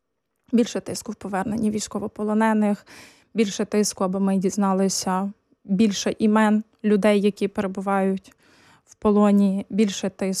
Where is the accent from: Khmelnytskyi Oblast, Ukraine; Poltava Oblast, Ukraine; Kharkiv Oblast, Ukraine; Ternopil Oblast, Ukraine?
Ternopil Oblast, Ukraine; now in Poland; Я з Тернопільської області